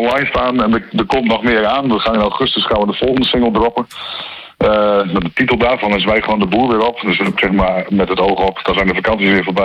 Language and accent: Dutch; Rolde, Drenthe, Netherlands; now in Assen, Netherlands; Mijn Drentse roots gaan eigenlijk wel heel ver. Want ik ben in Assen geboren en in Rolde getogen, zeg ik altijd.